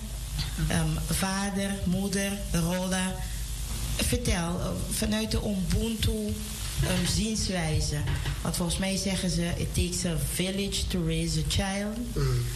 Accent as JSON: {"language": "Dutch", "country": "Curaçao", "said": "Want ik kom zelf ook van Curaçao"}